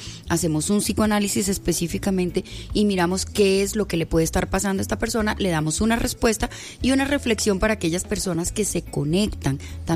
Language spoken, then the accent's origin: Spanish; Bogotá, Colombia; Yo nací acá, yo soy cachaca, orgullosamente cachaca, pero también.